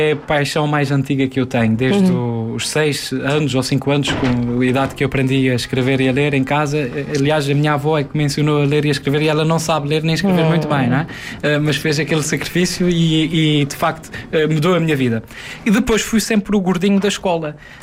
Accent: Azores, Portugal; eu vim dos Açores também, de certa forma, atrás da minha inspiração.

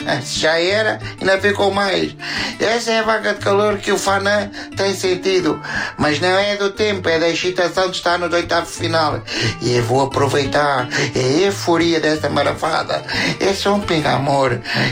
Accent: Albufeira, Faro, Portugal; sou da Albufeira, pá.

